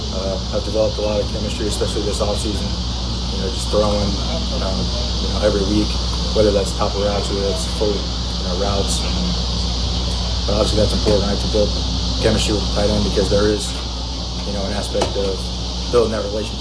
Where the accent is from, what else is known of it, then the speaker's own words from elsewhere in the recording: Indiana, United States; now in Mississippi, United States; I'm from Indiana